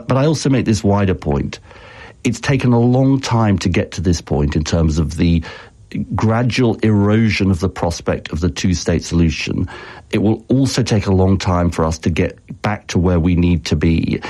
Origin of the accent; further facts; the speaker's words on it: United Kingdom; Well, I speak, Justin, as a British Jew